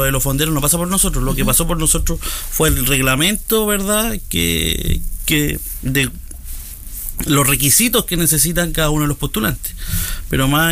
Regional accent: Cauquenes, Maule, Chile; nosotros como los cauqueninos

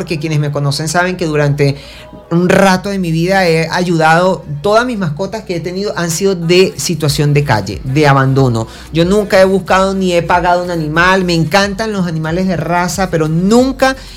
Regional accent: Venezuela; somos venezolanos, somos los mejores humanos que existen.

